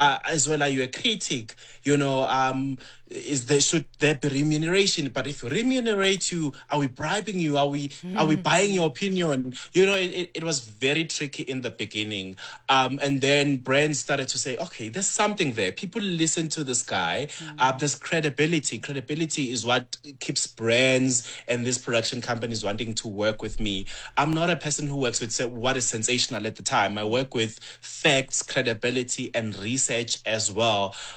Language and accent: English; KwaZulu-Natal, South Africa; The accent is not the same. I'm from Zululand. Someone who stays in Durban, they have a different accent.